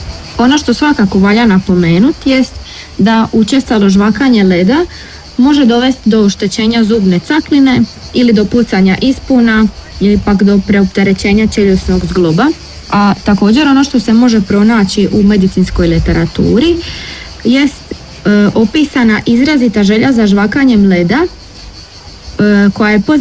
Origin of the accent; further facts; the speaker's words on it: Croatia; Kod nas u Hrvatskoj